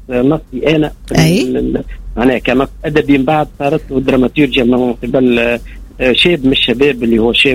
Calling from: Sfax, Sfax Governorate, Tunisia; اللي عندنا في صفاقس

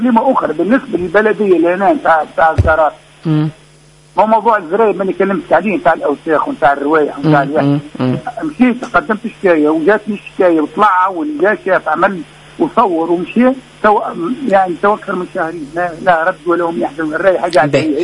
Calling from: Tunisia; أنا مواطن تونسي

